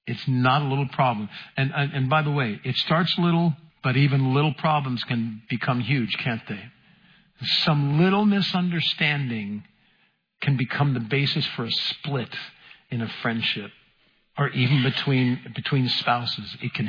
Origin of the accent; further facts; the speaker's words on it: United States; I'm an American.